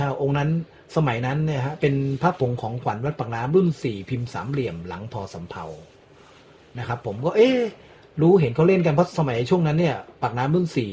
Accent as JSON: {"language": "Thai", "town": "Samrong", "region": "Samut Prakan", "country": "Thailand", "tie": "born or raised there", "said": "ผมเป็นคนจังหวัดสมุทรปราการนะครับผมเป็นคนสำโรงอยู่แถวสำโรงสมุทรปราการนะครับก็ครอบครัวผมก็เป็นครอบครัวเปิดร้านขายของชำแล้วก็ขายหนังสือพิมพ"}